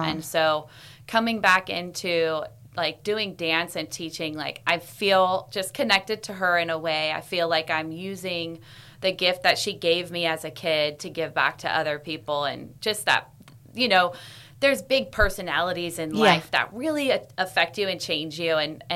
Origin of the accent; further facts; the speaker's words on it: United States; also born or lived in Nashville; now in Sonoma, United States; I grew up in Tahoe, which is not too far away from here.